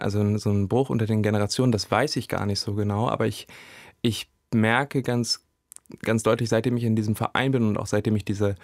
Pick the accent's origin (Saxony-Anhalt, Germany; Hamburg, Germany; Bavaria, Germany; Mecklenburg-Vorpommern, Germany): Saxony-Anhalt, Germany; Ich meine, ich komme aus Sachsen-Anhalt